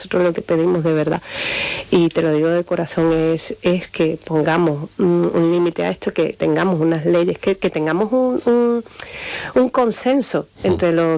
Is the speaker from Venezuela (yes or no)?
yes; Venezuela; now in Spain; yo soy de origen venezolano y tengo muchos paisanos que comparten pisos dos y tres familias.